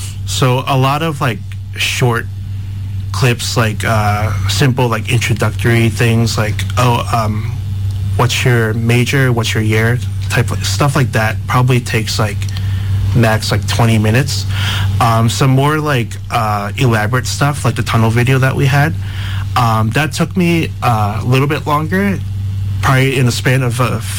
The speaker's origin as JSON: {"language": "English", "town": "Fishkill", "region": "New York", "country": "United States", "said": "So I'm actually also from New York. I'm from Fishkill."}